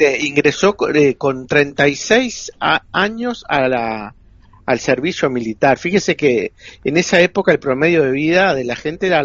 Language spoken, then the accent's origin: Spanish; San Carlos, Maldonado, Uruguay; yo soy de San Carlos. Uh-huh. Soy de lunes a viernes estoy en Maldonado. Ah. Y bueno, y sábado y domingo estoy en mi casa en San Carlos.